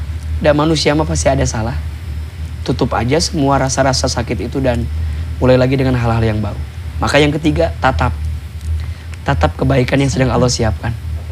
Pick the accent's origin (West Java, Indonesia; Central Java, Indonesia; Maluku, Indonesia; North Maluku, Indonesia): West Java, Indonesia; Garut; moved away; kita orang kampung, orang desa gitu. Dulu saya orang Garut